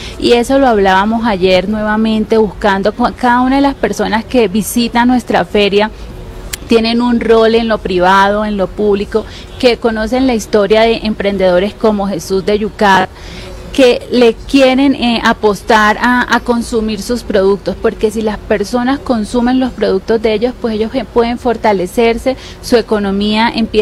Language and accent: Spanish; Ocaña, Norte de Santander, Colombia; mi tierra, de Ocaña. Soy de Ocaña, norte de Santander, orgullosa de esa tierra